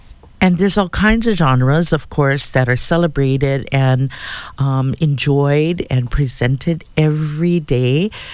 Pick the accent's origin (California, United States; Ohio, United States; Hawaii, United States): Hawaii, United States; Kauai; born there; if you're born and raised on Kauai and were raised in a traditional halau hula, such as I was